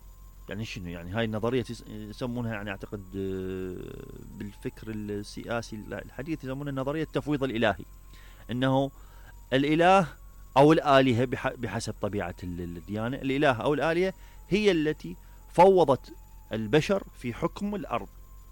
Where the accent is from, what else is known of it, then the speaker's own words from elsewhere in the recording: Iraq; عندنا بالعراق